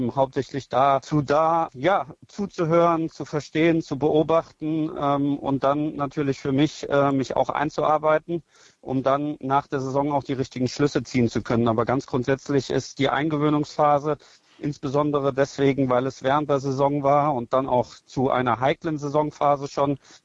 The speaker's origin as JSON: {"language": "German", "region": "Saarland", "country": "Germany", "tie": "born or raised there", "said": "als gebürtiger Saarländer"}